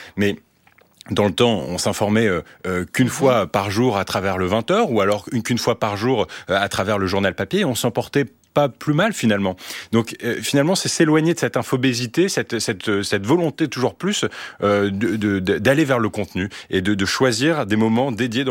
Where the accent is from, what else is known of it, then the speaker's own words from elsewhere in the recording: France; En tant que Français, en tant que producteur de contenu français